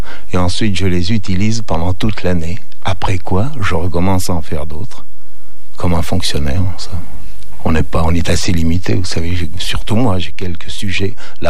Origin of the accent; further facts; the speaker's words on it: Sète, Occitanie, France; j'ai bien mérité de ma ville natale